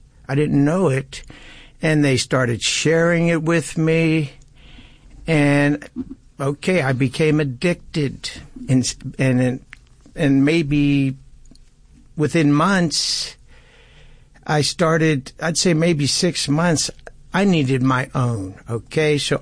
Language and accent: English; Pittsburgh, Pennsylvania, United States; I was born in Pittsburgh, raised in a loving home, Terry, and just a typical happy kid growing up.